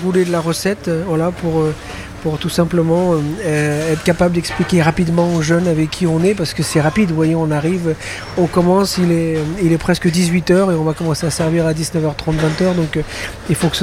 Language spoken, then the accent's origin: French; Brittany, France; also born or lived in Bangkok; now in Cannes, France; je suis breton d'origine, installé maintenant à Cannes depuis 95.